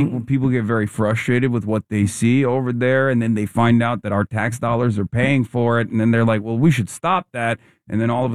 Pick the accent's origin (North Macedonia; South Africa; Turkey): Turkey; moved away as an adult; also born or lived in New Brunswick, New Jersey; now in United States; Yeah, I'm an American citizen, but I grew up in Turkey until I was 18. I came here when I was 18.